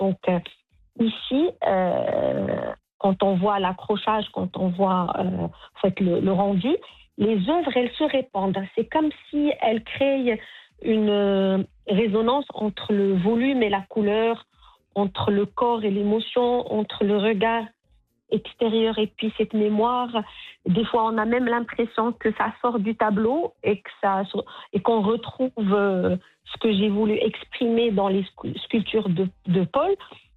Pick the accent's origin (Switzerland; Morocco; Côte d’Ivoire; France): Morocco; Parce que déjà, lui, il est français. Moi, je suis marocaine.